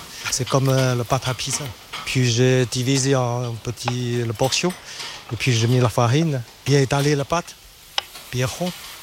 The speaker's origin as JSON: {"language": "French", "region": "northern China", "country": "China", "second_language": "French", "moved": "yes", "lives_now": "Bordeaux, France", "said": "je viens de Chine."}